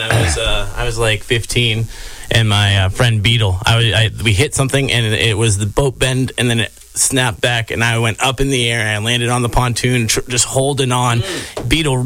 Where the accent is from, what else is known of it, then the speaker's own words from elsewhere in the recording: Newport, Maine, United States; now in Rangeley, United States; I grew up in Newport, not too far